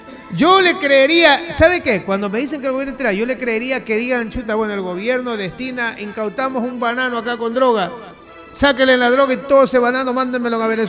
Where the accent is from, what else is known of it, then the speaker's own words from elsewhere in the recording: Ecuador; Somos los ecuatorianos los que estamos mandando.